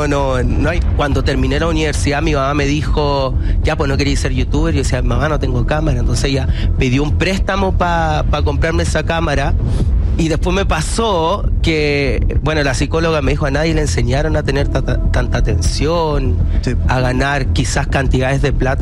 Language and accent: Spanish; Curicó, Maule, Chile; Soy de Curicó.